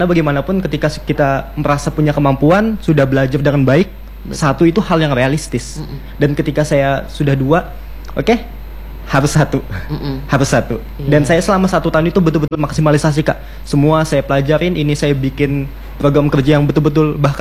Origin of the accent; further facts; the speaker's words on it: Kalimantan, Indonesia; ketika saya ke Jawa, saya bisa hidup sebagai orang Kalimantan